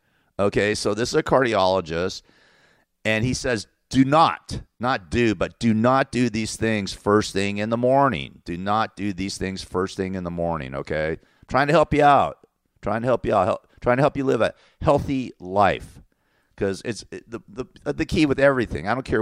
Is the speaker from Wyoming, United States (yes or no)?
no; Los Angeles, California, United States; I'm from Los Angeles. I'm an Angeleno. I want to get back home and try to help save my city, for Christ's sake.